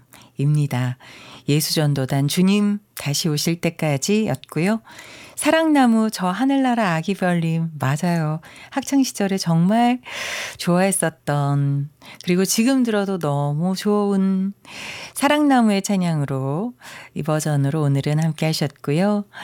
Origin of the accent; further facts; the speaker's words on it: Gangwon, South Korea; 저도 강원도 사람이라서